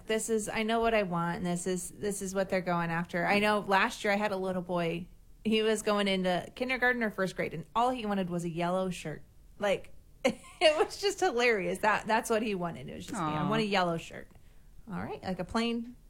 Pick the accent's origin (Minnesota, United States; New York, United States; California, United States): California, United States; Oildale; I was raised in Oildale